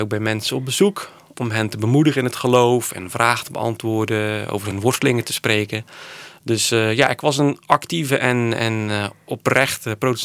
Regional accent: Sint-Annaland, Zeeland, Netherlands; also born or lived in Rotterdam; now in Goeree-Overflakkee, Netherlands

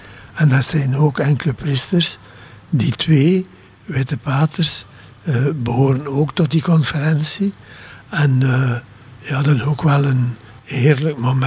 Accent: Sint-Andries, Flanders, Belgium; En ik ken ook goed Varsenaren, want ik ben afkomstig van Sint-Andriesbrugge. En dat is heel dicht bij waar die 2 paters wonen.

